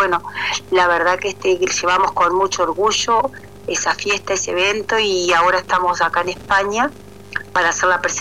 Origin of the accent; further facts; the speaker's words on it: Dolores, Soriano, Uruguay; Yo soy de Dolores, en el departamento de Soriano, oriunda de allí.